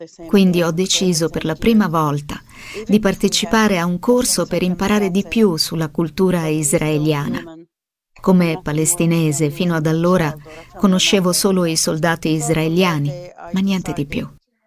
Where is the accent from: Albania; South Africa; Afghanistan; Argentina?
South Africa; Io sono nata in Sudafrica e cresciuta assieme ai movimenti contro l'apartheid.